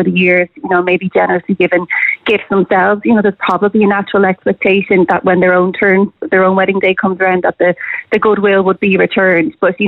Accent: Ireland; I don't know if it will get to a point as Irish people where we'll turn up to a wedding

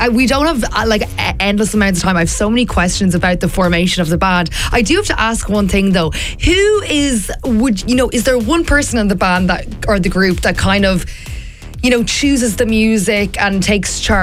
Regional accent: Limerick, Munster, Ireland; I'm from Limerick.

